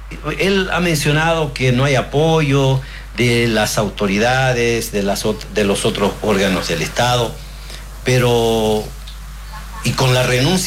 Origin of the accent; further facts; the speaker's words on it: Bolivia; como abogados y como ciudadanos bolivianos estamos preocupados